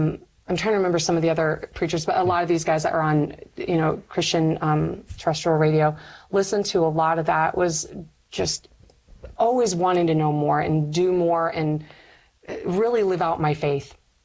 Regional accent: Michigan, United States; There was also like a Bible study group in my high school, and Northern Michigan University is also in my hometown.

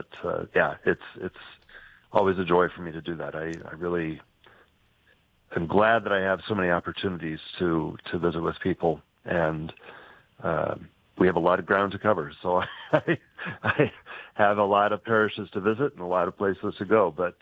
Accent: Omaha, Nebraska, United States; I grew up in Omaha, so I didn't have that much interaction with him

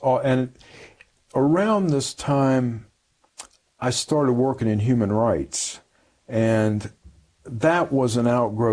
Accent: the South, United States; You know, I grew up in the South.

